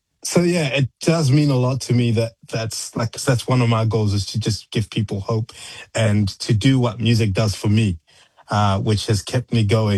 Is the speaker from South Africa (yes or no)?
yes; South Africa; It's actually quite surprising, because when I was growing up in South Africa, I used to listen